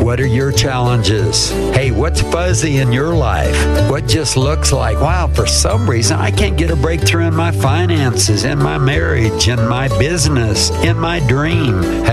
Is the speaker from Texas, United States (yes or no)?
yes; Granbury, Texas, United States; born or raised there